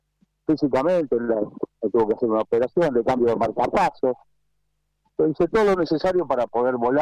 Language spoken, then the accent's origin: Spanish; Buenos Aires, Argentina; tengo 72 años, nací, viví y voy a terminar mis días en la capital federal, por supuesto en Cava.